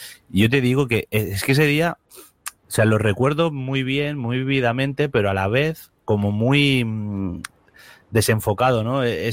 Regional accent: Barcelona, Catalonia, Spain; yo soy de Barcelona, ¿no? Y realmente aquí en Barcelona, en Cataluña

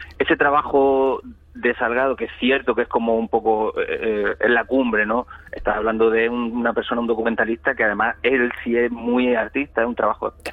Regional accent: Almería, Andalusia, Spain; Yo creo que soy el único de Almería

